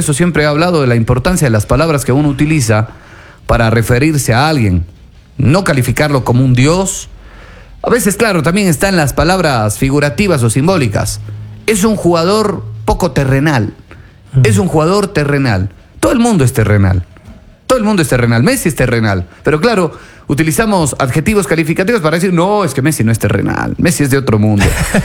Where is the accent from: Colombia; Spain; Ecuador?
Ecuador